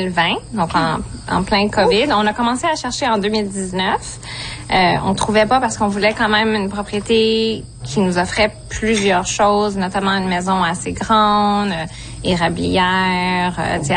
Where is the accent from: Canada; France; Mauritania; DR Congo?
Canada; Ottawa, Ontario; also born or lived in Vancouver; now in near Cornwall, Canada; Moi, je viens d'Ottawa, donc c'est quand même un peu plus loin de ma famille. Parce que nous, on s'est déplacé dans l'est de Vancouver. Okay. Donc, on voulait se rapprocher d'Ottawa, mais finalement, on s'est retrouvé ici, plus près de Cornwall